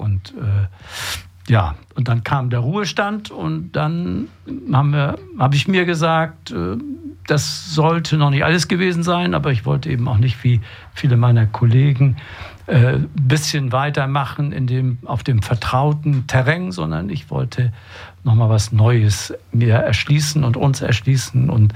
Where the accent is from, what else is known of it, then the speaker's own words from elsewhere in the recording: Bokel, Germany; moved away; ich bin als in Bokel geboren, als Bauernsohn, Erstgeborener.